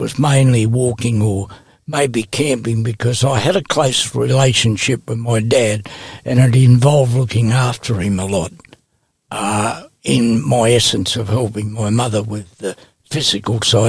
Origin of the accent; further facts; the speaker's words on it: Newcastle, New South Wales, Australia; born there; I was born in Newcastle, New South Wales, the cold centre of the Hunter Valley.